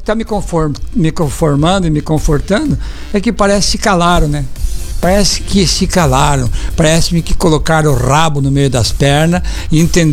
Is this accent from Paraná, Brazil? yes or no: yes; Paranaguá, Paraná, Brazil; nós somos de Paranaguá